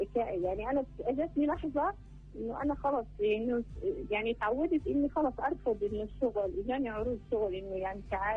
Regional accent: North Gaza, Palestine; رجعنا نزحنا على الصراط، بعد الصراط رجعنا على الصفاوي مكاننا كنا، بعدها من الصفاوي رجعت على الصراط، ولحتى الآن ضايلة أنا بالصراط ونازحة يعني في منطقتي.

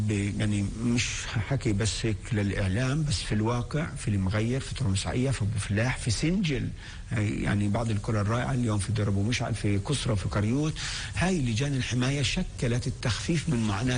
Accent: Palestine; المطلوب منا اليوم كفلسطينيين نوفر المعلومة

